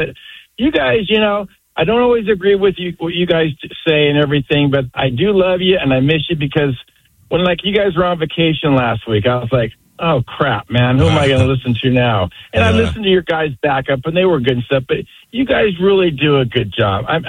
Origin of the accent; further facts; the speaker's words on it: California, United States; now in Florida, United States; I'm from California. I've been in Florida 5 years